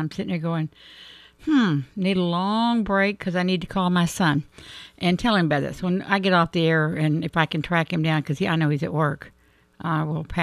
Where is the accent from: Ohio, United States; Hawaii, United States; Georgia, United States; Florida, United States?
Florida, United States; Plant City; also born or lived in Orange Park; Well, I was born in Plant City. Spent the first half of my life down there. But, I stayed down until the sixth grade, and then we moved to Orange Park.